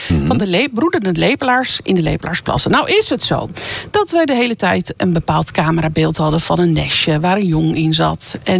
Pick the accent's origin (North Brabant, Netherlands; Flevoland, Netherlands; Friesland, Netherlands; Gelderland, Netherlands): Flevoland, Netherlands; Almere; want ik ben zelf opgegroeid in Almere.